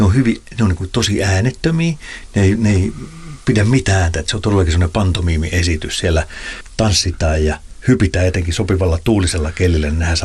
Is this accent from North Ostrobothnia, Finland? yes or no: no; Pori, Satakunta, Finland; moved away; Mä muistan 80-luvulla, niin kun mä oon Porista kotoa